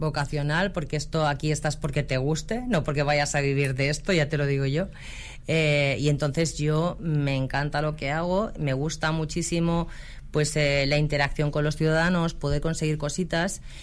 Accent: Sant Andreu de la Barca, Catalonia, Spain

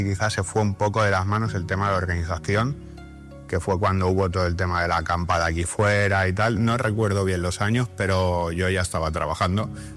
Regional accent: Sant Andreu de la Barca, Catalonia, Spain; oye, ¿de dónde eres? De Santander Abarca.

